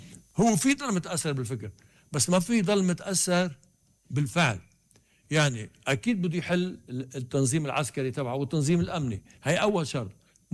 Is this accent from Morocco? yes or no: no; Lebanon